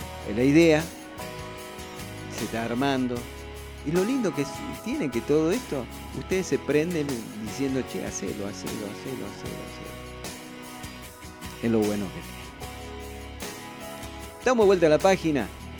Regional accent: Buenos Aires, Argentina; que somos del barrio de Flores

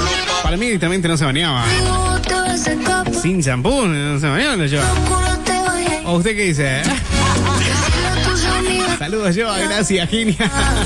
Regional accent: Corral de Bustos, Córdoba, Argentina; de Corral de Busto, provincia de Córdoba.

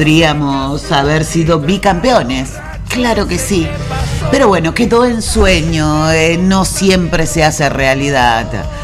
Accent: Argentina; muchos argentinos lo van a ir a recibir como corresponde. Claro que sí, como argentino que somos.

